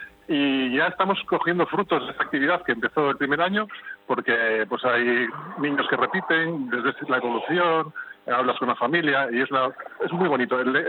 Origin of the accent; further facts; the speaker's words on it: Cantabria, Spain; yo soy del Valle de Toranzo, me he criado allí.